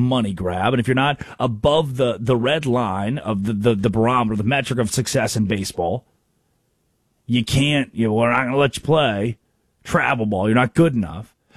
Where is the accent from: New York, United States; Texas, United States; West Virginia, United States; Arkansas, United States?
Arkansas, United States; growing up in Arkansas